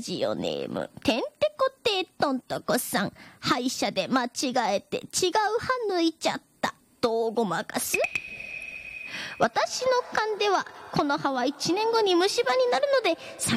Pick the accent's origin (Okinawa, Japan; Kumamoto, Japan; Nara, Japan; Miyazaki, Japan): Miyazaki, Japan; と同じ宮崎県出身でございます